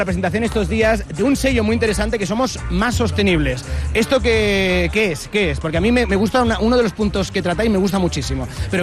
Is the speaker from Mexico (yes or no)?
no; Serón, Andalusia, Spain; En mi pueblo, y ahí en Serón, en Almería, se hace la fiesta del jamón, la feria del jamón cada año